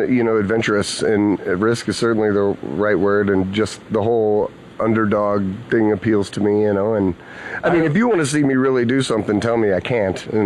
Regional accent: Texas, United States; also born or lived in Louisiana; I grew up in the South, right? Texas and Louisiana, and both sides of my family were blue-collar, middle-class people.

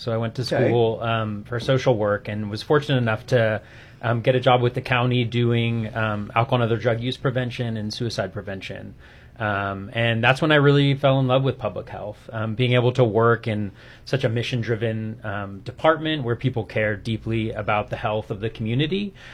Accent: Davis, California, United States; also born or lived in Boston; So grew up in Davis, California, and then went to school in Boston.

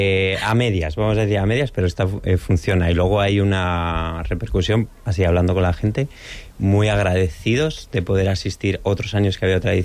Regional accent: Madrid, Community of Madrid, Spain; now in Santander, Spain; Yo soy de Madrid natural y allí era como más común que esto pasara ya pronto.

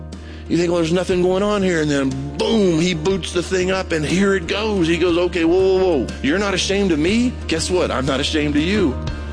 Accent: Brazil; Portuguese, right. Because I grew up in Brazil, I speak Portuguese.

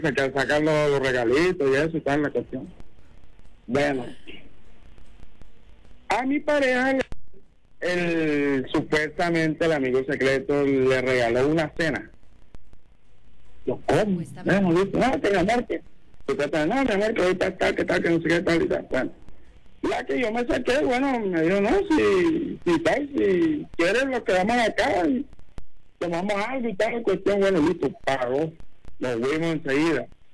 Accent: Caribbean Region, Colombia; O sea, yo vivo acá en Central Valle, pero yo soy costeño. Pero en la región momposina

